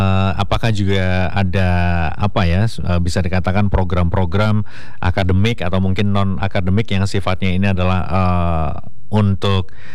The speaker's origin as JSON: {"language": "Indonesian", "town": "Kediri", "region": "East Java", "country": "Indonesia", "tie": "born or raised there", "said": "Apalagi sebagai warga Kediri asli nih, Gen Z, saya setuju karena saya juga sering nonton"}